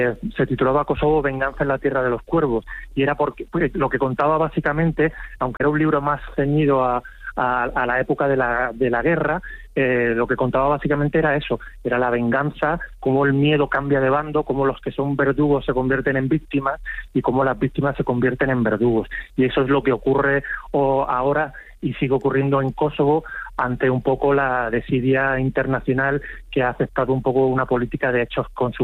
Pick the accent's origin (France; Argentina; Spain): Spain